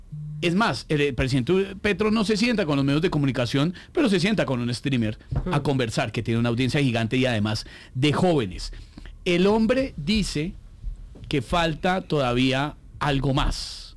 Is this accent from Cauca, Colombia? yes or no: no; Bogotá, Colombia; accent: rolo; que se me salía mucho dos dejes de dos cositas que uno habla mucho como rolo.